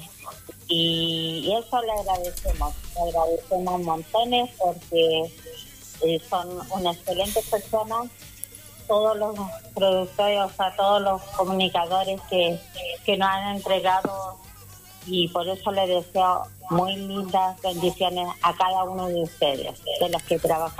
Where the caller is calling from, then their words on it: Chile; De Los Llanos